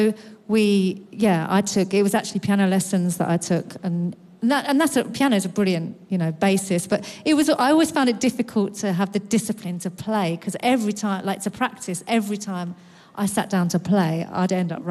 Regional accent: London, United Kingdom; I'm from London, which is why I speak like this.

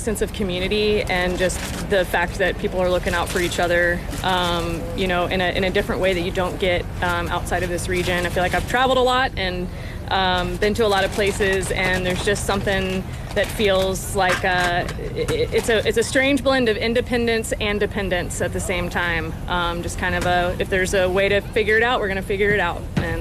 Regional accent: Texas, United States; I actually came from Texas. So

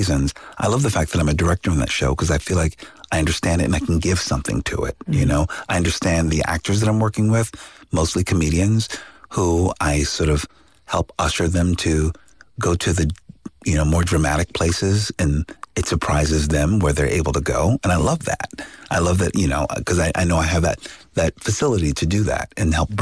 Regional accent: Philadelphia, Pennsylvania, United States; I come from a very humble place. I come from West Philadelphia, where, you know, a lot of blue collar folks.

